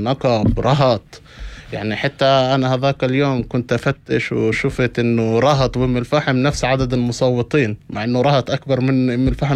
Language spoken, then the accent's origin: Arabic; Palestine; انما احنا كشباب فلسطينيين ولدنا بين الازمات